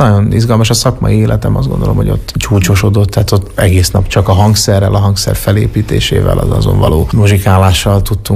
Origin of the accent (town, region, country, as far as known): Kecskemét, Bács-Kiskun, Hungary; born there